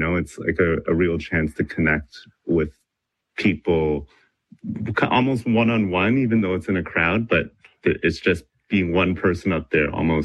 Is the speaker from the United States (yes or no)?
no; Mississauga, Ontario, Canada; growing up here in Mississauga, I definitely lost a bit of the language just because I didn't use it as much, but it was always spoken with my family. And I really, in the past years, wanted to just regain my knowledge for language and my mother tongue.